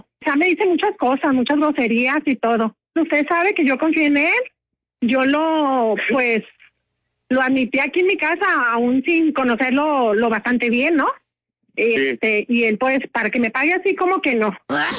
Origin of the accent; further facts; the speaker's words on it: Monterrey, Nuevo León, Mexico; Sí, soy regia.